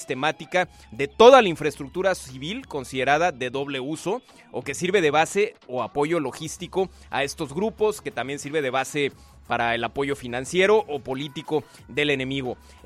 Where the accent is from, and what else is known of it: Mexico